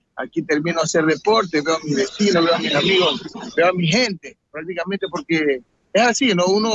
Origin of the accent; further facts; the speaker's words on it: Portoviejo, Manabí, Ecuador; born there; ya después del terremoto, me fui a vivir por otro lado, pero yo no dejo mi destino de donde yo nací. Yo vengo, yo vivo casi llegando a Picuazá, por el paso lateral